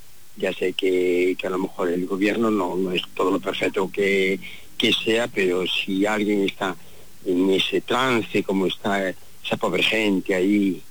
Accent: Galicia, Spain; Bueno, yo no soy de Ferrol, pero soy de Cerca, de la comarca, y lo considero mi vecino.

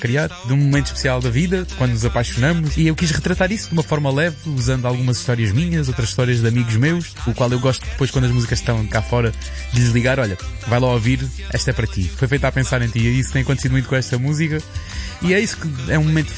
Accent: Beja, Alentejo, Portugal; Eu cresci com isso no Alentejo, de não arriscar, de não sair, e como nós dizemos ali em Beja, de não perder o castelo de Beja de vista

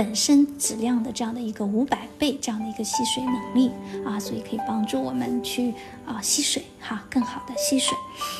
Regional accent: China

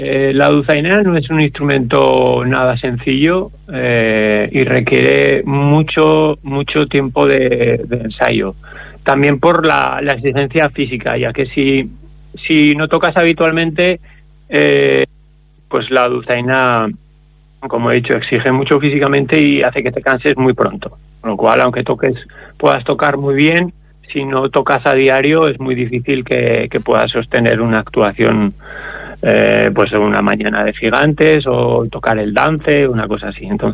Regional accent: Tauste, Aragon, Spain; de haberlo escuchado siempre en mi pueblo

